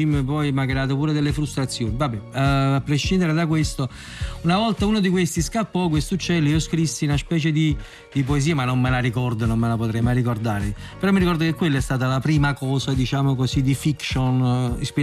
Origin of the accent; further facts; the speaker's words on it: Naples, Campania, Italy; Ma io sono del Rione Sanità, e quindi vengo da una Rione molto tradizionale.